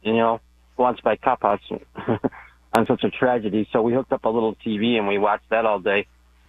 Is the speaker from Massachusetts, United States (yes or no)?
no; New York, United States; now in Maui, United States; Yes, this is … from Maui. I was born in New York and grew up there, and I remember 9/11.